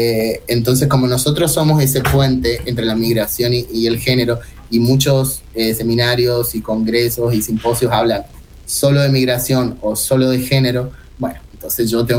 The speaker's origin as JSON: {"language": "Spanish", "region": "Chaco", "country": "Argentina", "moved": "yes", "lives_now": "Brazil", "said": "yo soy ahí de Chaco."}